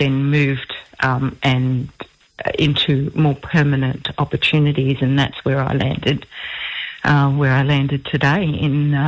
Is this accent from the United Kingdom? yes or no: no; Weipa, Queensland, Australia; also born or lived in Old Mapoon; growing up in Weipa and Old Mapoon in far north Queensland, my childhood was adventurous and it was fun.